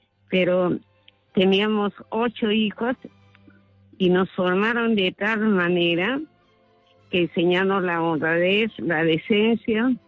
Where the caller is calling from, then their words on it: Lima, Peru; De Puente Piedra llamo.